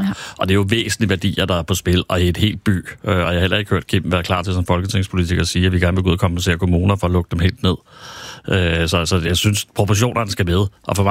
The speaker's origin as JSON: {"language": "Danish", "town": "Copenhagen", "region": "Capital Region of Denmark", "country": "Denmark", "said": "som københavner"}